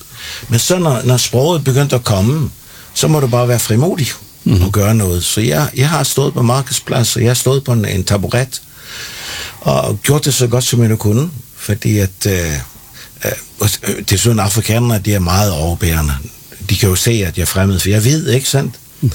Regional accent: Capital Region of Denmark, Denmark; Altså, jeg er fiskesøn fra Bornholm. Og som dreng så tog jeg også ude i robåden med pilken, ikke?

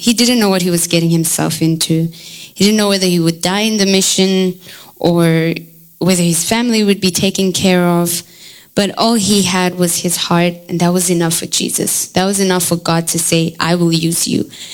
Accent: South Africa; Well, as I've shared that … from South Africa. And I am Zulu. If you don't know, Zulu is a tribe in South Africa.

